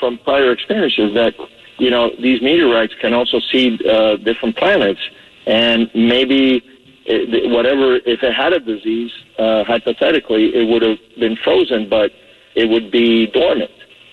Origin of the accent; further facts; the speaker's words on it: Argentina; now in Florida, United States; I'm originally from Argentina